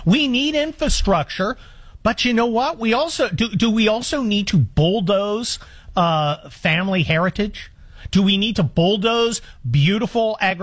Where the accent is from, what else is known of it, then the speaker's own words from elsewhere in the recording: San Mateo, California, United States; I grew up right around Silicon Valley out in San Mateo, California, but I was not a tech bro.